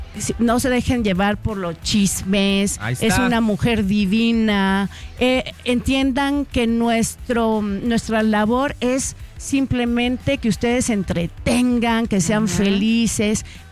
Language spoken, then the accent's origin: Spanish; Mexico; Los mexicanos somos una mezcla de tantas culturas.